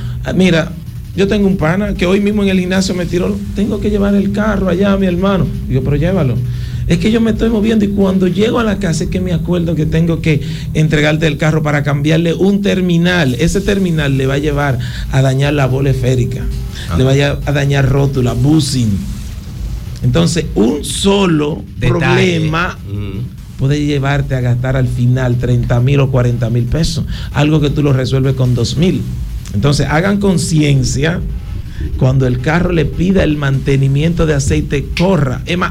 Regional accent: Haina, San Cristóbal, Dominican Republic; yo soy nativo de aquí, yo soy jainero.

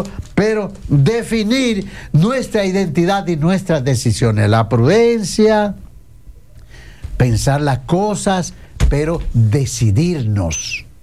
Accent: Dominican Republic; como sociedad dominicana debemos reaccionar

